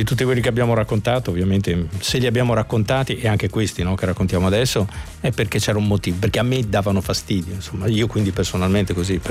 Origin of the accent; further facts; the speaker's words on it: Emilia-Romagna, Italy; Dalle mie parti, in Romagna